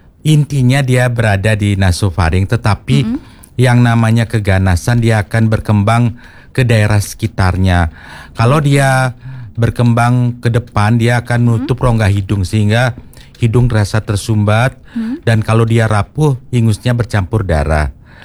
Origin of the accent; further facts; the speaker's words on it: Bali, Indonesia; kita memang berisiko sekali sebagai orang Bali ini